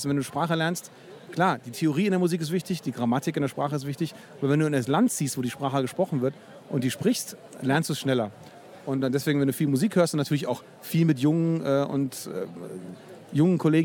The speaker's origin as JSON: {"language": "German", "region": "Bavaria", "country": "Germany", "lives_now": "Berlin, Germany", "said": "Ich kann auch Berlinern, aber ich sehe mich schon als Franke."}